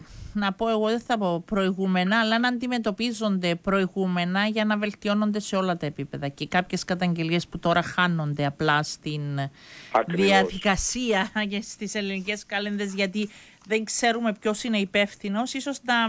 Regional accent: Cyprus; πόσα φεστιβάλ έχουμε στα χωριά της Κύπρου μας

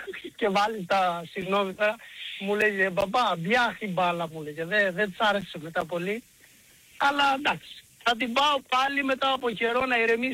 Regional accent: Crete, Greece; Μάξιμο, είμαι από Κρήτη, τηλεφωνώ.

